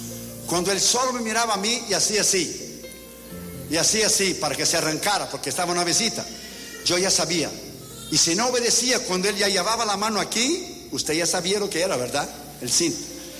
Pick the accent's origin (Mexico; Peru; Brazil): Brazil; born or raised there; Spanish is a second language